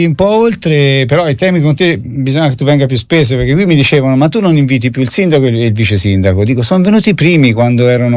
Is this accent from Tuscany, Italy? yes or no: yes; Rigutino, Tuscany, Italy; Ma io vengo da Rigutino, non vengo da Arezzo, capito? Io sono un rapo di Chiana, come ci chiamavate una volta.